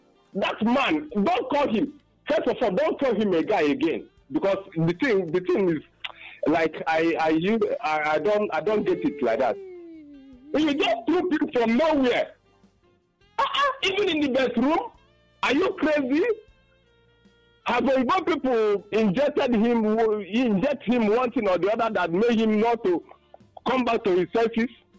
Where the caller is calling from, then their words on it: Enugu, Enugu State, Nigeria; Yeah, I'm calling from Enugu.